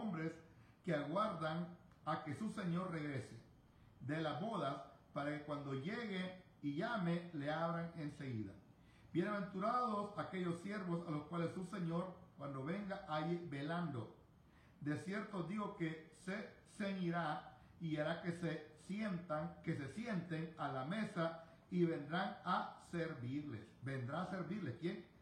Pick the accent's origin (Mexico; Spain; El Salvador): El Salvador